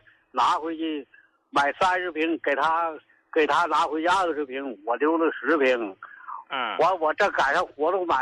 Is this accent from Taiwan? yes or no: no; Qinhuangdao, Hebei, China; 我老爸和我们都是秦皇岛的人士。